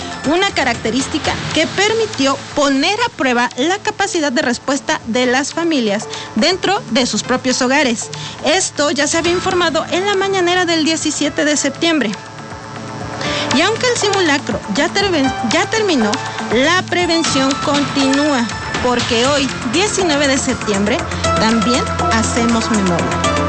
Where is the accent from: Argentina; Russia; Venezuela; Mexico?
Mexico; cada uno de los que somos mexicanos.